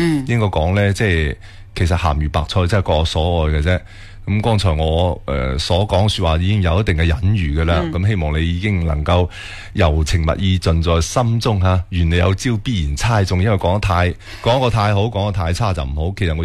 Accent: Guangdong, China; 我哋广东人

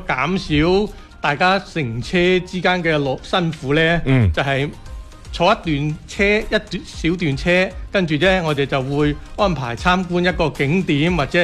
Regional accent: Guangdong, China; 我哋廣東人

